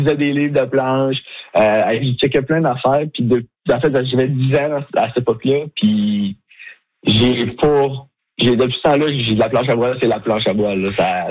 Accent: Quebec, Canada; comme je viens du Québec et tout, puis comme on me connaît pas tant en fait.

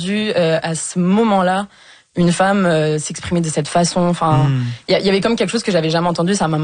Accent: Poitiers, Nouvelle-Aquitaine, France; Moi, j'ai grandi à Poitiers. Au collège, on écoutait énormément de rap dans la cour de récré.

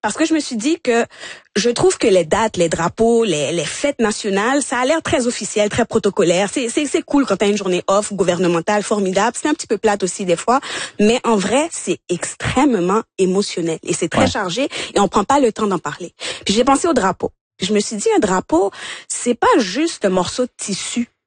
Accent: Longueuil, Quebec, Canada; also born or lived in Montreal; Je suis de Longueuil.

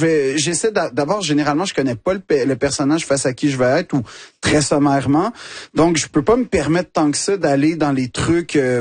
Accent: Quebec, Canada

